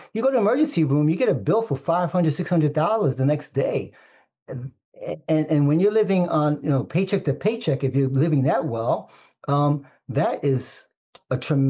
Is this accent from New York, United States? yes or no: yes; New York City, New York, United States; I grew up poor in East Harlem because we just didn't have the means, right?